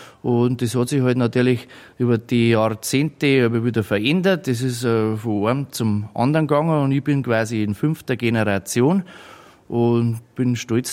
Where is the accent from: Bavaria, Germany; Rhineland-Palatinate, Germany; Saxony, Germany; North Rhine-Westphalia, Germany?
Bavaria, Germany; Tegernsee; born there; now in Stürzelham, Germany; Also ich bin geboren in Tegernsee, wohnhaft in Stürzelham, das ist bei Bayern. Wir heuer 40